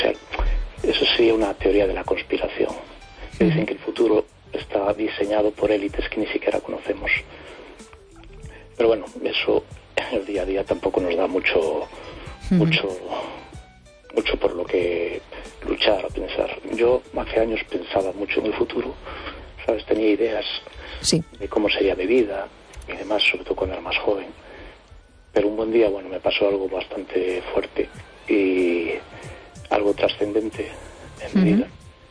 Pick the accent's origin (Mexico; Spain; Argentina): Spain; A Coruña, Galicia